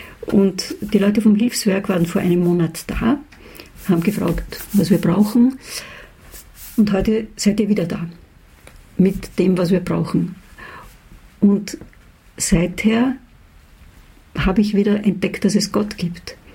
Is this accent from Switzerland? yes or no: no; Vienna, Austria; also ich bin Wienerin und bleibe es auch. Und da gehöre ich hin.